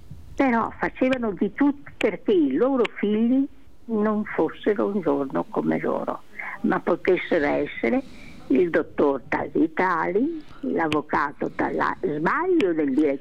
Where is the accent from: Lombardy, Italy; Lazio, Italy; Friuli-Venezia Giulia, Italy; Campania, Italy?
Friuli-Venezia Giulia, Italy; Trieste; born there; amo anche i nordici perché sono nata a Trieste